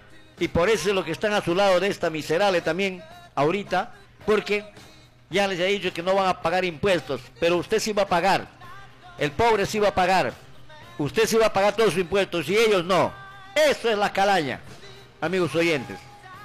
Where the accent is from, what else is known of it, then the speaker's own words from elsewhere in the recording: Peru; Y como peruano